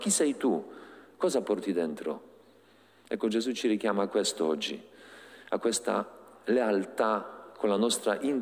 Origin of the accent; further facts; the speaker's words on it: Poland; Italian is a second language; now in Italy; Io sono polacco.